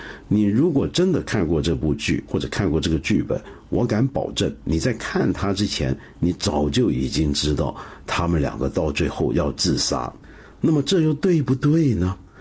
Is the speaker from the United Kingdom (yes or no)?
no; China